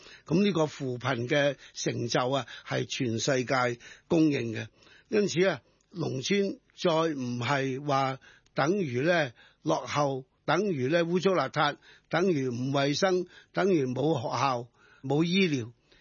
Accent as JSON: {"language": "Cantonese", "country": "Hong Kong", "said": "我作為一個港人"}